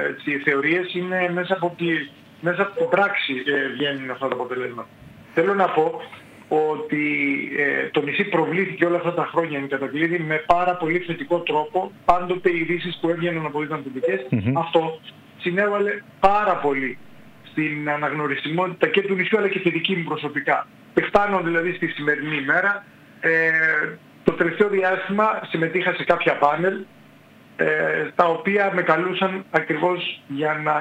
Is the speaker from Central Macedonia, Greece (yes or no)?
no; Leipsoi, South Aegean, Greece; also born or lived in Athens; Μεγάλωσα σε αυτόν τον τόπο, εδώ γεννήθηκα, σπούδασα και συνειδητά επέστρεψα για να προσφέρω τις υπηρεσίες μου.